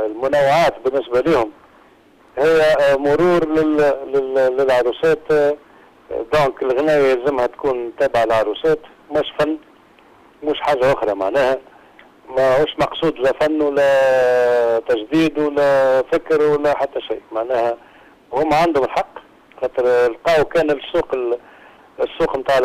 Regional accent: Gafsa, Gafsa Governorate, Tunisia; هذيك ذكريات نتاع طفولة قفصة، نتاع طفولتي في قفصة

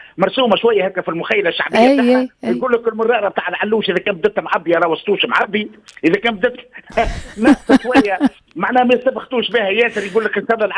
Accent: Tunisia; خلينا نقولوا احنا حلويات الجنوب الشرقيه

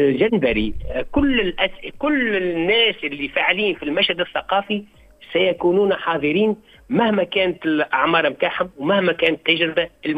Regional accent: Tunisia

